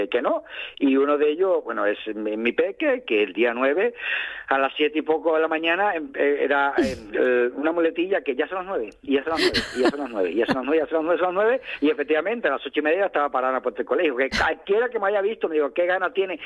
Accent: Asturias, Spain; el día de Asturias, como buen asturiano, tiene que vaya y tiene que llover.

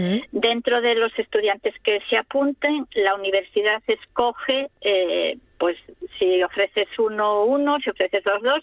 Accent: Serantes, Asturias, Spain; born there; estamos muy muy orgullosas de ser mujeres rurales, mujeres que nacimos en el pueblo

